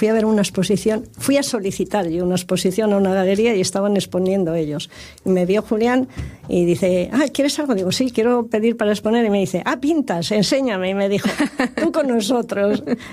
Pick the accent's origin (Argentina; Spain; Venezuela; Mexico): Spain; Salamanca, Castile and León; now in Asturias, Spain; Que yo no soy asturiana, soy de Salamanca, pero llevo aquí muchos años.